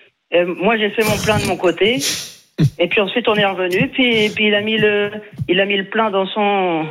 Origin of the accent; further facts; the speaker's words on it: Pays de la Loire, France; je suis originaire des Pays de la Loire, là d'ailleurs j'habite en Mayenne